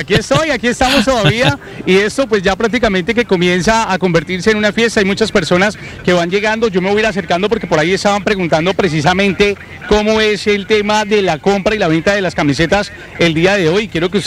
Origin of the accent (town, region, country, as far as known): Colombia